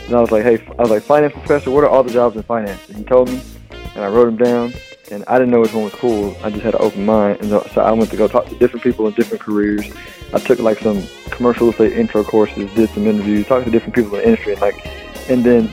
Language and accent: English; Houston, Texas, United States; I mean, growing up in Houston was great. It was tough to understand the relativity of living anywhere else because it was all I knew.